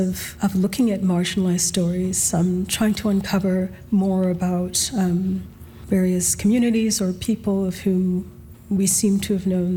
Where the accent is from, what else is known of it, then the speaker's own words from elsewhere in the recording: Alberta, Canada; And of course, I'm, you know, born and raised in Alberta.